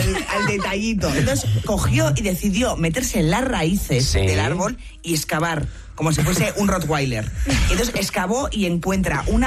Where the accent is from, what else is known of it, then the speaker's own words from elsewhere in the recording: Basque Country, Spain; yo como buena vasca salía de fiesta